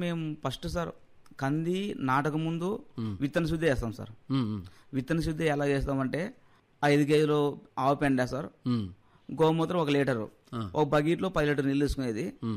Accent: Kanakaveedu, Andhra Pradesh, India; కర్నూలు జిల్లా ఎమ్మినూరు తాలూకా నందవరం మండలం కనకవీడు గ్రామం నుండి మేము వచ్చినాం సార్.

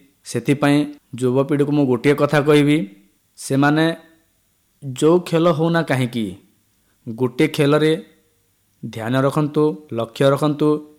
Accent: Sarian, Odisha, India; ଦେଖନ୍ତୁ, ମୁଁ ଯେଉଁ ଗାଁରୁ ଆସିଛି, ଆମ ଗାଁର ନାମ ହେଉଛି ସରିଆଁ।

